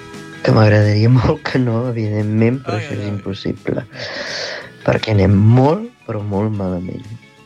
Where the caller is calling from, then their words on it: Palafrugell, Catalonia, Spain; visc a Palafrugell